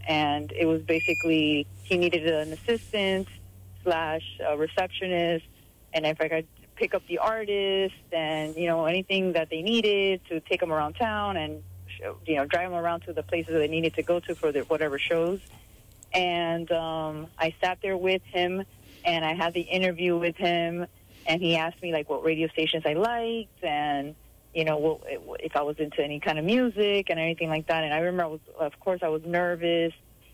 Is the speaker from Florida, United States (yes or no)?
yes; Miami, Florida, United States; I grew up in the 80s. I'm from Miami.